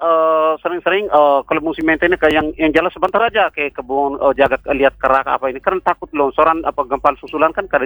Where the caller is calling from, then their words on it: Wawaria district, East Nusa Tenggara, Indonesia; Di Desa Ratewati Selatan